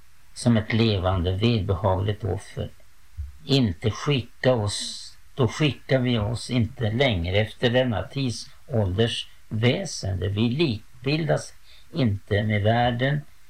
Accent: Uppsala County, Sweden; moved away; jag reste genom min hembygd på vägen hit. En plats utanför Uppsala där jag uppväxt

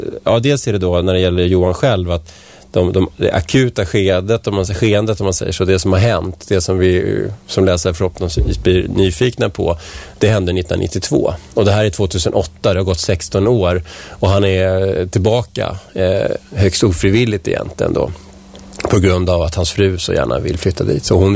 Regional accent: Vällingby, Stockholm County, Sweden; also born or lived in Strängnäs; now in Nacka, Sweden

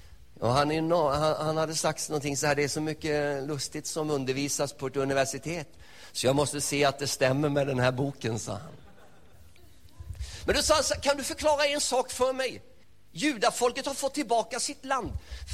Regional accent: Småland, Sweden; now in Hälsingland, Sweden; jag kommer från Småland. Jag bor uppe i Hälsingland sedan början på 70-talet.

